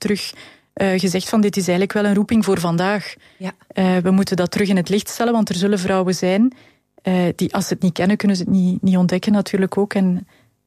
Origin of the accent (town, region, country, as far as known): Halle, Flemish Brabant, Belgium; born there; now in Galmaarden, Belgium